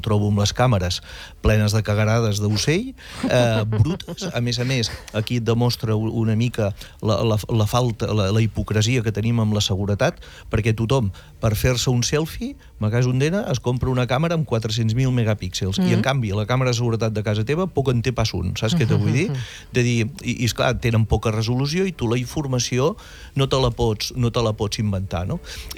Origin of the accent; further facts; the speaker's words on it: Figueres, Catalonia, Spain; tots dos som de Figueres